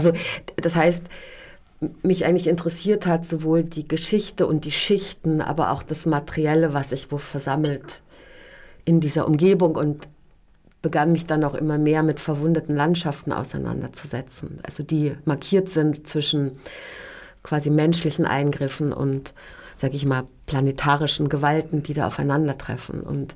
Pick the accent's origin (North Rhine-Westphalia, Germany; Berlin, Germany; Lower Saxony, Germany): Lower Saxony, Germany; Ich komme aus so einer merkwürdig hybriden Stadt, die eigentlich auch eine nationalsozialistische Gründung war, wo Erz gefunden wurde, die dann später als Hermann-Göring-Stadt versucht wurde, umzubenennen